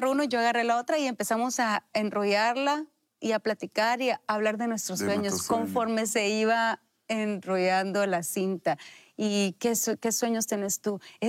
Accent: Honduras; estábamos en mi país, en Honduras

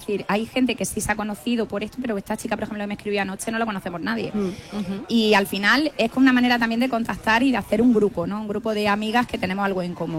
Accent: Almería, Andalusia, Spain; ¿por qué no vestirme en mi tierra? Que lo echo claro de menos.

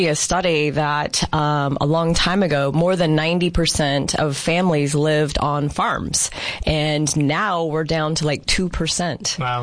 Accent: California, United States; now in Yuma, United States; Not originally. Originally, I'm from California. I moved here, though. I've been here about 22 years.

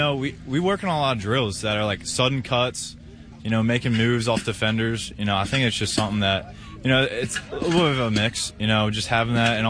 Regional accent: Maryland, United States; I grew up a half hour from here, but it still feels like I'm, you know, playing from my hometown, kind of.

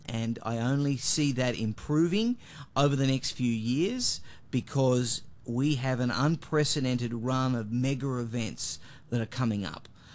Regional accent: Perth, Western Australia, Australia; now in United States; I was born and raised in Australia. Came as quickly to the United States as I possibly could.

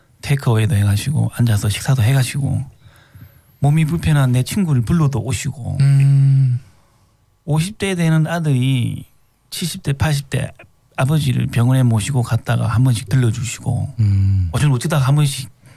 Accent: Yangsan, South Gyeongsang, South Korea; 제가 경상남도 양산 시골에서 자란 적이 있었는데

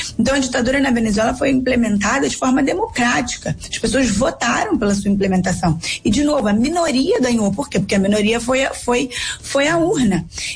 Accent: Rio de Janeiro, Brazil; Eu sou do Rio

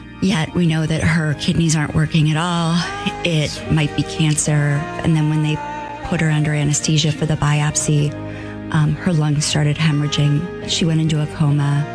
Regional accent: Middleton, Wisconsin, United States; she is 5 years old. We're from Middleton, Wisconsin.

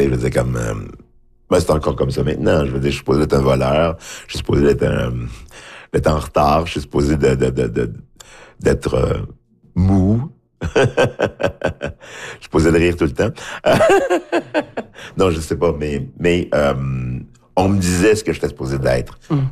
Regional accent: Haiti; Je dis « Oui, je viens d'Haïti, mais je suis en Haïti, mais qu'est-ce que ça veut dire?

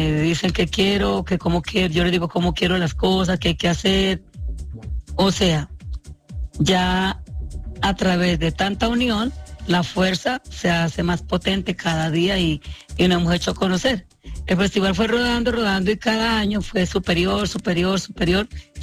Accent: Chaparral, Tolima, Colombia; como yo soy de Chaparral, allá sí. Se hacen las ferias.

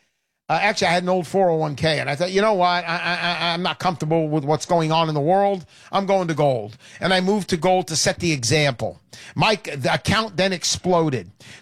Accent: California, United States; Southern California.

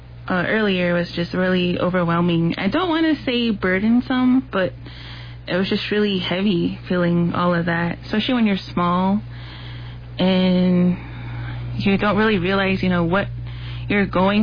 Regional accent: Tuba City, Arizona, United States; I am from Tuba City, Lower Maungkopi area

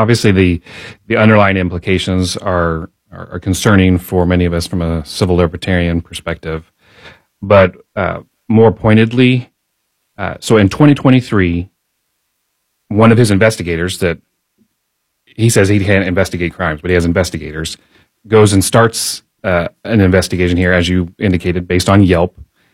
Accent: Indianapolis, Indiana, United States; I grew up in Pike Township

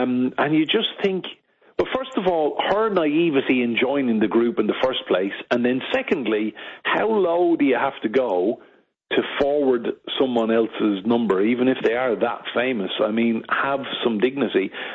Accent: Enniscorthy, Leinster, Ireland; my hometown, Enniscorthy in County Wexford.

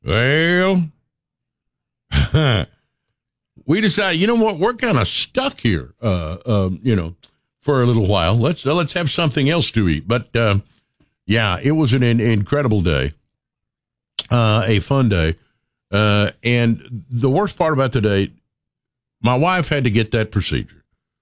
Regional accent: Sevierville, Tennessee, United States; I talked about growing up in Sevierville and never imagined all of this

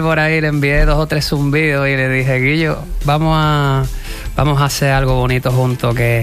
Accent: Cádiz, Andalusia, Spain; Y como somos de Cádiz, pues desde ahí como que nos fuimos formando en las mismas clases de canto, nos hicimos muy colegas.

